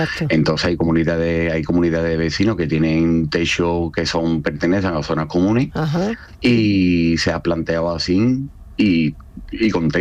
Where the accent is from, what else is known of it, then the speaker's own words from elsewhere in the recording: Seville, Andalusia, Spain; Yo soy de Sevilla.